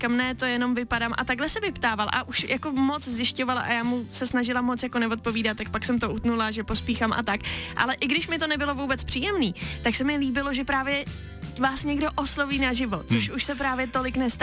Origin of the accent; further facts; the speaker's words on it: Prague, Czechia